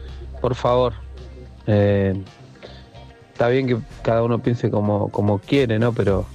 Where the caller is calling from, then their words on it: Claypole, Buenos Aires Province, Argentina; de acá de Clay, preferroviario